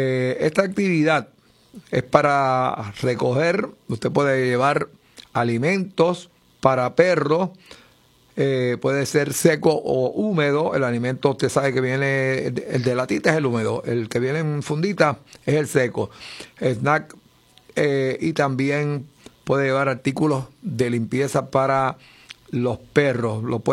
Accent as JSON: {"language": "Spanish", "town": "San Sebastián", "country": "Puerto Rico", "said": "mi pueblo de San Sebastián de las Vegas del Pepino"}